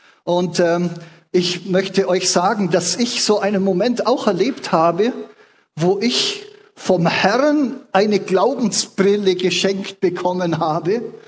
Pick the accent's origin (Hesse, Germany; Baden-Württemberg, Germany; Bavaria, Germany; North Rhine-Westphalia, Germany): Bavaria, Germany; früher bin ich bin gebürtiger Allgäuer, auf dem Land aufgewachsen.